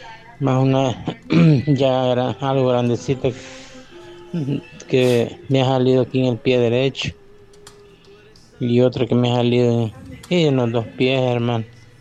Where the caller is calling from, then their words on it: Ciudad Delgado, San Salvador, El Salvador; Aquí le hablo de Ciudad Delgado.